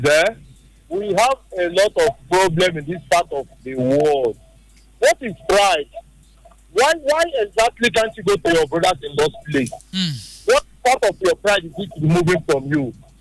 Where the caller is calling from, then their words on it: Port Harcourt, Rivers, Nigeria; I'm calling from Port Harcourt.